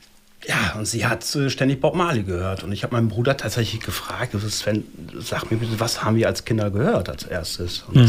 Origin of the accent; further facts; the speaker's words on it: Enschede, Overijssel, Netherlands; also born or lived in Gronau, Germany; aufgewachsen in Enschede mit meinem Zwillingsbruder.